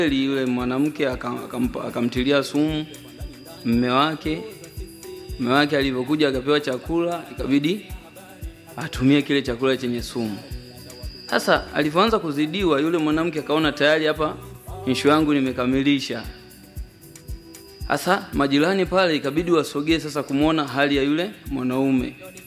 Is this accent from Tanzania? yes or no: yes; Tabora, Tanzania; born there; also born or lived in Kigoma; Nimezaliwa mkoa wa Tabora.